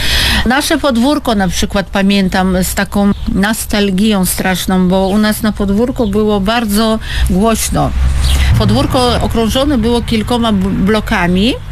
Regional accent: Sukhumi, Abkhazia, Georgia; moved away; Jak często wracam do tego mojego dzieciństwa w Suchumi.

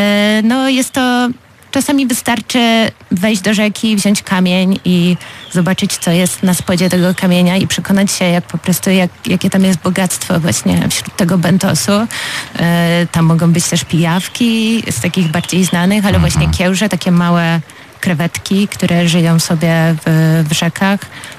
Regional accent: Polish coast, Poland; Ja jestem z nadmorza.

